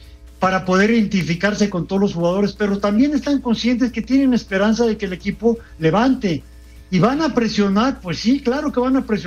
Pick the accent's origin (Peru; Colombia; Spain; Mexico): Mexico; soy mexicano, porque soy ser humano